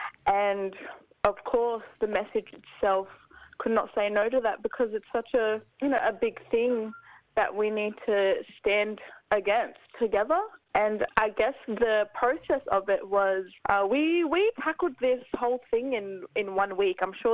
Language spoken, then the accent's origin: English; New South Wales, Australia; I'm a proud Gamilaroi woman. … grew up in Gadooga, and then she left for the big smoke in the late 70s, met my pop, who is a Tongan man.